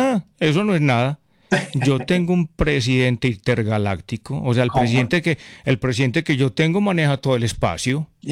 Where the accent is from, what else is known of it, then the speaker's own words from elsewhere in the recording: Colombia; crecí pues directamente ahí en zona cafetera.